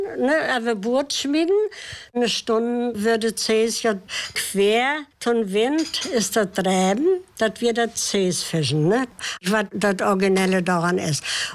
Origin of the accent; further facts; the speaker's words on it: Seedorf, Mecklenburg-Vorpommern, Germany; also born or lived in Rügen; Ich bin in Seedorf auf Rügen geboren und auch auf Wossen. Und mein Vater wird Zesenfische.